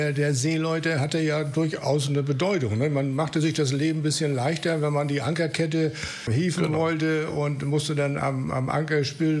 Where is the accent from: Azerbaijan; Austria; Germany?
Germany; Northern Germany; wir kennen ja als Norddeutsche immer noch die Haifischbar